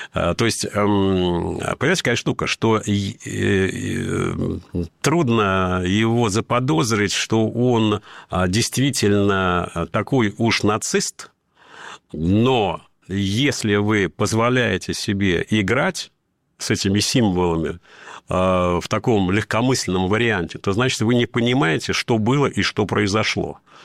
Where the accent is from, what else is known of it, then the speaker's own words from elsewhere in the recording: Dagestan, Russia; В России я дагестанец, а в мире я русский.